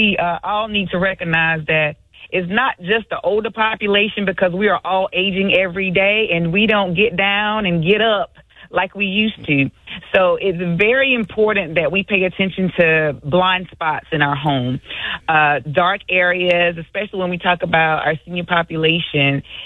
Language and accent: English; the South, United States; I'm from the South, so we say drop cords.